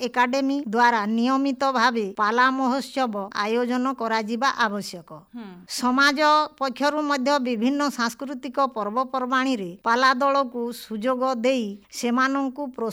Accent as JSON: {"language": "Odia", "region": "Odisha", "country": "India", "said": "ମୁଁ ନୂତନ ପିଢ଼ିର ଝିଅମାନଙ୍କୁ କହିବି ଯେ ପାଲା ହେଉଛି ଆମ ଓଡ଼ିଆ ଜାତିର ଅସ୍ମିତା, ଏହାକୁ ଆପଣେଇବା ଗର୍ବର ବିଷୟ।"}